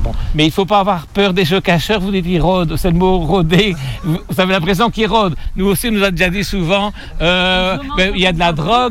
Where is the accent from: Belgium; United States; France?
Belgium; Nous, on vient de Belgique, on ne savait même pas qu'il y avait ici une petite fontaine